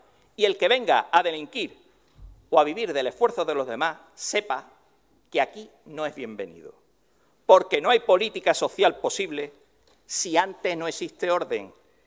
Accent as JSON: {"language": "Spanish", "town": "Cádiz", "region": "Andalusia", "country": "Spain", "accent": "Andalusian", "said": "¿Que soy andaluz y ceceo o seseo? ¿Cuál es el problema, señor Jiménez? No, no sé. Usted será, usted como un catedrático de, en fin. Es que uno es de Cádiz, Perdone que me coma la zeta."}